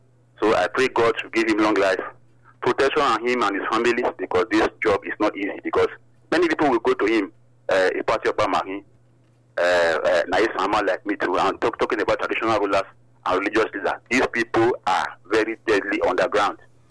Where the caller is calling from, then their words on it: Edo, Nigeria; I am calling from Lucky Way.